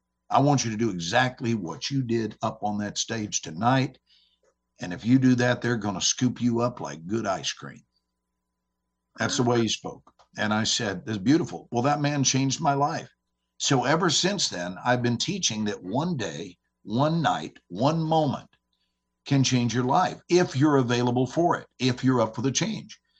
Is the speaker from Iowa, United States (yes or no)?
no; Texas, United States; You know, I'm from Texas, so this is what so many people say.